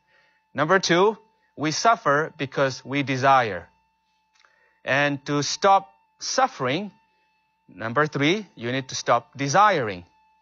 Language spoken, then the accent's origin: English; Myanmar; also born or lived in India / Philippines; now in United States; my home country, Myanmar, is a Buddhist majority country. So growing up, I was exposed to the Buddhist culture and worldview very much. Everywhere I go around my hometown, I see Buddhist temples.